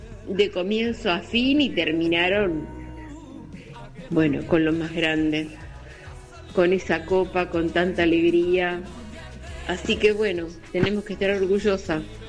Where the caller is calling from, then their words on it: La Pampa, Argentina; acá es una noche preciosa en La Pampa.